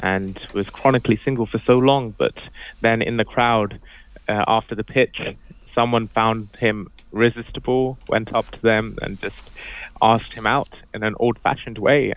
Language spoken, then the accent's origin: English; London, United Kingdom; Like, I'm from London, and it's so many people that are around